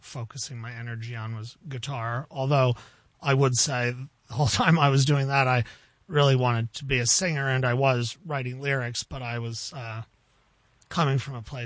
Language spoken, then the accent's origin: English; New Paltz, New York, United States; now in Woodstock, United States; I grew up in New Paltz, live in Woodstock for a while now.